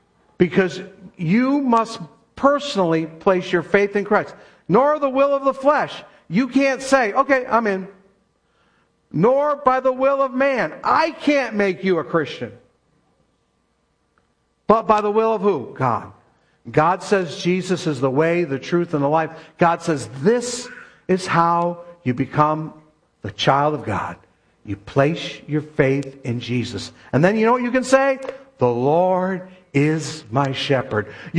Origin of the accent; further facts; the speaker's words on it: United States; born there; I was born in America